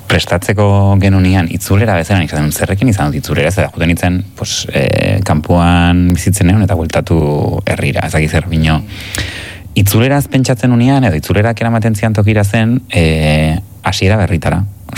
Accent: Oiartzun, Basque Country, Spain; moved away; nere herria maite dut, Oiartzun naiz eta arro nago

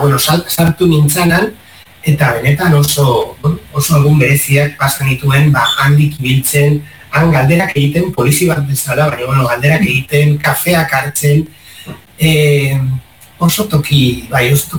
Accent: San Sebastián, Basque Country, Spain; Ni donostiarra naiz, baino paisaian eta Uria mendian asko ibili naiz, asko.

